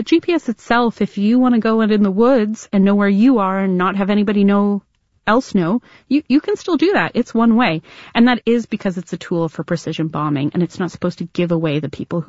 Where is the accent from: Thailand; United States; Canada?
Canada; I'm Canadian.